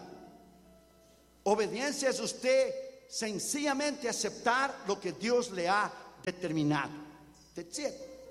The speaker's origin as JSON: {"language": "Spanish", "country": "Brazil", "tie": "born or raised there", "said": "Hermano, yo soy de un tiempo, de la escuela dominical cuando era niño en Brasil. Iba mis tres hermanas, mi hermano y yo, los cinco."}